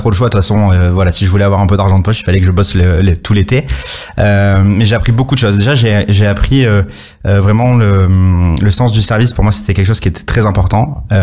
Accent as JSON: {"language": "French", "town": "Nîmes", "region": "Occitanie", "country": "France", "tie": "born or raised there", "said": "moi je suis originaire de Nîmes dans le Gard"}